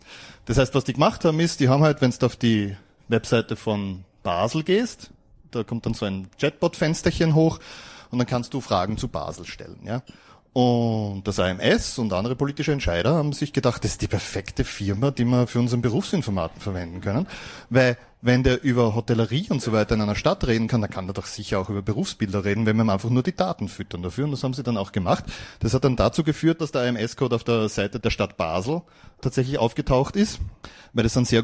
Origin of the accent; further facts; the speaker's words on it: Graz, Styria, Austria; ich komme aus Graz.